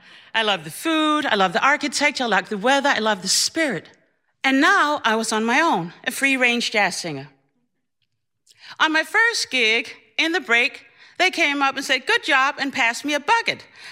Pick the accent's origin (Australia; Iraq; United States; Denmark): Denmark; Copenhagen, Capital Region of Denmark; I'm Afropean, born and raised in Copenhagen, Denmark.